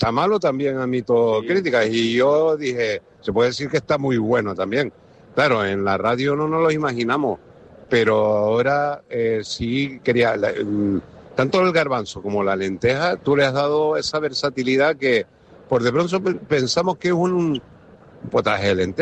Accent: Canary Islands, Spain; en la península, somos cada uno de la isla, pero somos canarios.

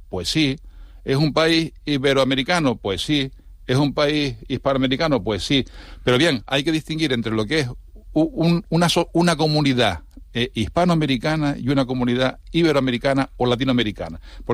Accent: Spain; Los españoles somos hispanos

